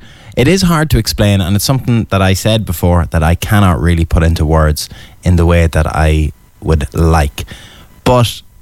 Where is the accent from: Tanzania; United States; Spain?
Spain; Barcelona, Catalonia; We're from Barcelona. I'm from Barcelona here on 8radio.com.